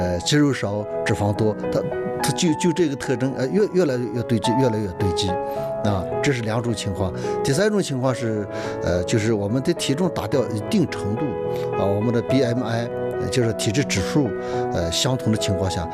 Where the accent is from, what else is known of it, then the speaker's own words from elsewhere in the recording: China; 再加上咱们千百年以来，我们中国人就是传统中医把我们养大的